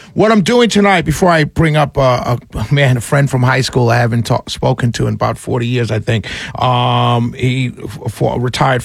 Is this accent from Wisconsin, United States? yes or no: no; New York, United States; And because I'm from New York and because I knew people who died in the towers